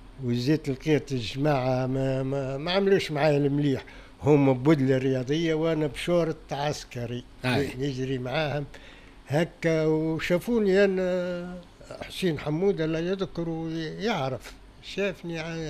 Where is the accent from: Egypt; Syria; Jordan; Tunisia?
Tunisia; Gafsa, Gafsa Governorate; وعملوه في مسقط راسي، جابوا الأفواج الكل في قفصة قدام الولاية